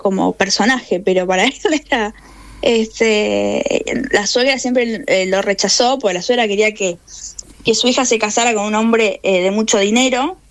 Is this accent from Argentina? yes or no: yes; Mendoza, Argentina; yo la verdad que admiro muchísimo a San Martín, me parece como cualquier mendocino, ¿no? Que uno crece con eso